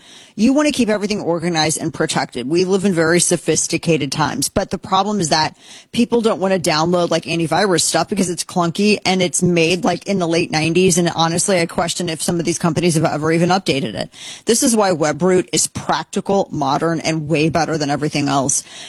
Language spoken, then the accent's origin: English; Texas, United States; I am also from Texas.